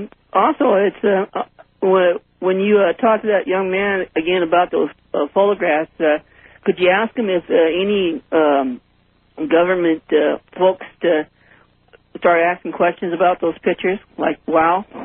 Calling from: Washington, United States; From Orkin, Washington.

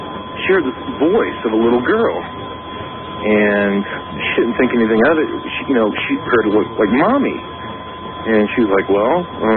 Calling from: Columbia, Missouri, United States; I'm calling from Columbia, Missouri.

